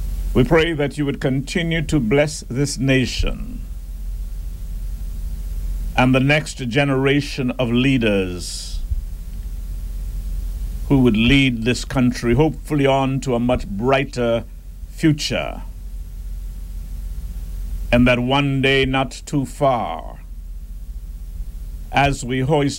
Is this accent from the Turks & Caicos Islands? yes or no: yes; Bambarra, Middle Caicos, Turks & Caicos Islands; moved away; also born or lived in Jamaica; as I reflect from where I came from as a little boy, growing up in Bambara, and then on to Jamaica